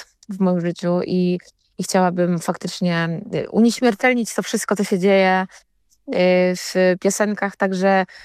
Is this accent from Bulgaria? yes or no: no; middle Oder region, Poland; now in Warsaw, Poland; Ja potwierdzam, że pochodzę z regionu nad Odrze, czyli tej środkowej Odry, powiedzmy, i do dzisiaj mi to zostało. To znaczy ja kocham mieszkać po stronie praskiej nad rzeką.